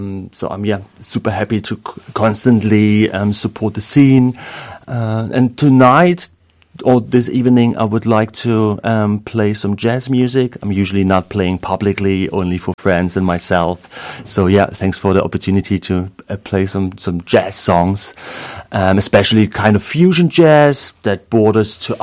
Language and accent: English; Dresden, Saxony, Germany; moved away as an adult; born and raised in Dresden, but I've been living abroad for roughly a decade and have recently returned